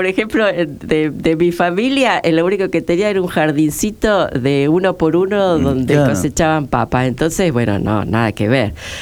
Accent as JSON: {"language": "Spanish", "country": "Argentina", "tie": "born there", "said": "Yo soy argentina, o sea, yo nací en este país, soy argentina."}